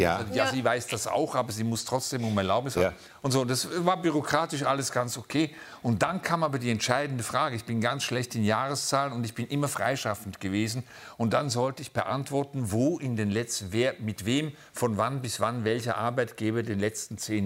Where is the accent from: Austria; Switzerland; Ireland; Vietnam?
Switzerland; now in Brandenburg, Germany; wir waren quasi die Hyper-Westis, ja, als Schweizer